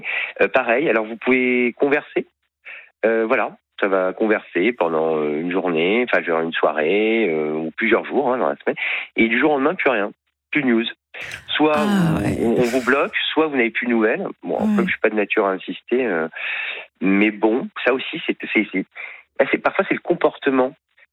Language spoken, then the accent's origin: French; Paris, Île-de-France, France; now in Marseille, France